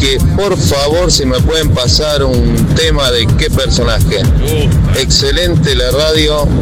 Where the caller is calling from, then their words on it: San Nicolás de los Arroyos, Buenos Aires Province, Argentina; soy de San Nicolás.